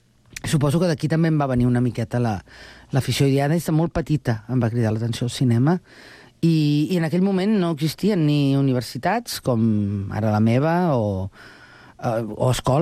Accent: Barcelona, Catalonia, Spain; born there; now in Sant Cugat del Vallès, Spain; em sento molt santcugatenca després de més de 20 anys visquent aquí, però jo sóc nascuda a Barcelona i me n'alegro molt que m'hagueu adoptat

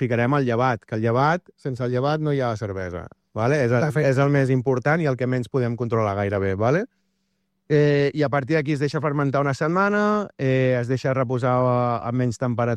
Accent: Arenys de Mar, Catalonia, Spain; Arenys de Mar, sempre. Capital de l'Almaresma.

